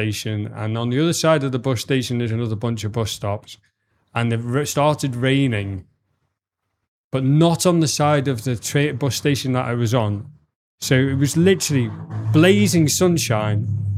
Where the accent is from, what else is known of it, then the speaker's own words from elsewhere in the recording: Liverpool, North West England, United Kingdom; I'm a Scouser